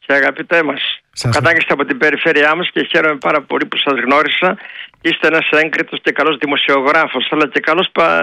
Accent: Ioannina, Epirus, Greece; also born or lived in Agrinio / Thessaloniki; Επειδή εγώ με τα μικρά μου χρόνια μεγάλωσα στα Γιάννενα, λέγαμε καλό 15 Αύγουστο.

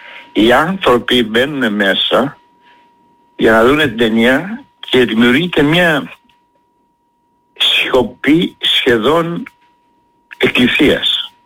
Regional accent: Crete, Greece; όπου και βρεθώ, όχι μόνο στην Κρήτη δηλαδή, λέω είμαι Έλληνας. Πρώτα απ' όλα είμαι κριτικός.

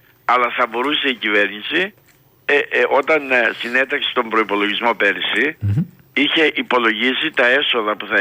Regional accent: Vasilikos, Ionian Islands, Greece; Εγώ είμαι από το Βασιλικό, από το Πόρτο Ρώμα.

